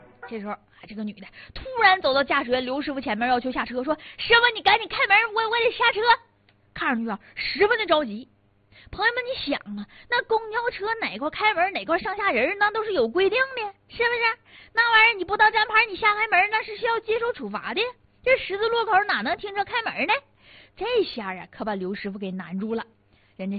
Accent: Northeast China, China; 就咱们东北话讲话蹦驴子呗哈

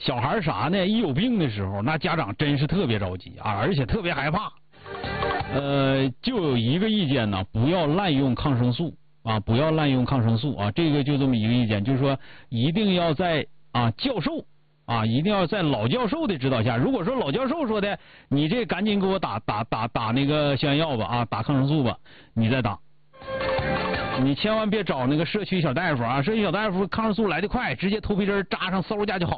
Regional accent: Northeast China, China; 咱们东北人

